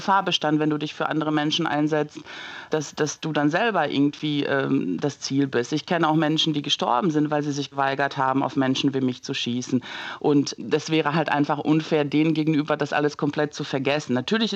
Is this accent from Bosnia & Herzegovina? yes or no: yes; Banja Luka, Republika Srpska, Bosnia & Herzegovina; moved away; ich komme aus Banja Luka, aus einer Stadt, wo es jetzt keine Kämpfe auf der offenen Straße gegeben hat